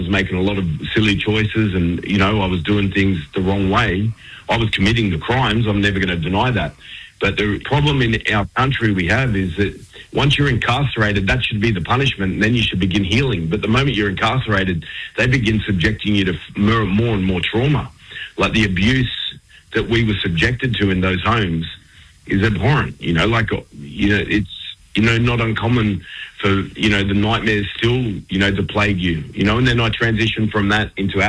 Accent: Sydney, New South Wales, Australia; I didn't grow up on country. I wasn't afforded that privilege, and I grew up down in Sydney, but I was, nurtured by, predominantly around Redfern, Waterloo and that area growing up.

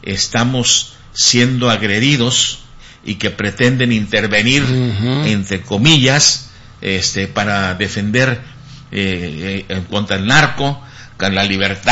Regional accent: Mexico; un país pacifista como el nuestro, humanista en su práctica, como el mexicano

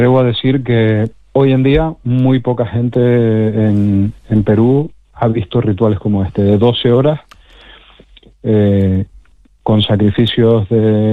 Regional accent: Canary Islands, Spain; Bueno, soy canario, o sea, subimos y bajamos todos los días a las montañas. Las islas son muy, muy escarpadas y yo vivo en Tenerife, que tenemos el Teide, son casi 4.000 metros.

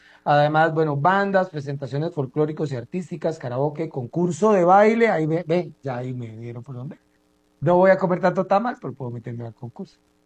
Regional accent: San Sebastián, San José, Costa Rica; yo soy de San Sebastián, así que no me queda tampoco tan lejos.

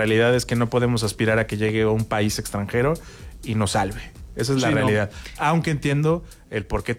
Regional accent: Mexico; para nosotros como mexicanos

